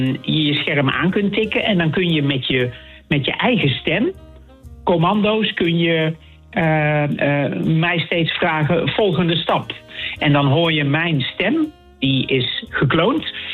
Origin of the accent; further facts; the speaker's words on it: North Brabant, Netherlands; accent: Brabantse tongval; het is mijn accent schijnt herkenbaar te zijn. Dus die Brabantse tongval gaat er toch nooit uit.